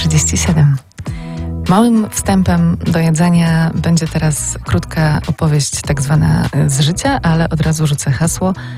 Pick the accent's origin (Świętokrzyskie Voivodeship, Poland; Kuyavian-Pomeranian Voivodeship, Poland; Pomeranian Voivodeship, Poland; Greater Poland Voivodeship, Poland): Greater Poland Voivodeship, Poland; born or raised there